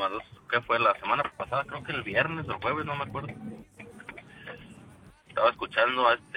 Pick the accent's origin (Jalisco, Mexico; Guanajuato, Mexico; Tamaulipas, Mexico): Jalisco, Mexico; Santa María de los Ángeles; O ese es de ahí, de por mi pueblo, de Santa María, Los Ángeles, Jalisco.